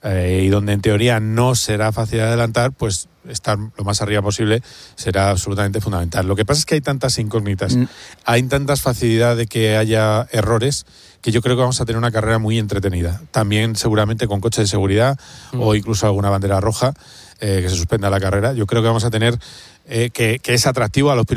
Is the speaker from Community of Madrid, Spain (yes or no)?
yes; Community of Madrid, Spain